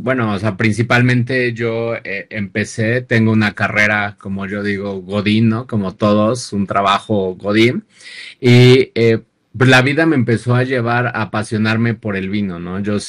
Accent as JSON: {"language": "Spanish", "country": "Mexico", "said": "Yo vengo de una familia que no tenía la cultura del vino, tal vez como todo mexicano, ¿no?"}